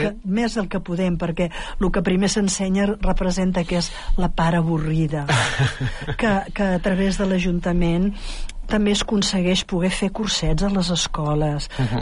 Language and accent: Catalan; La Gornal, Catalonia, Spain; moved away as an adult; now in El Vendrell, Spain; jo soc de la Gornal, sí, i vaig venir cap aquí a Vendrell, doncs, abans de casar-me, i ja m'he quedat aquí.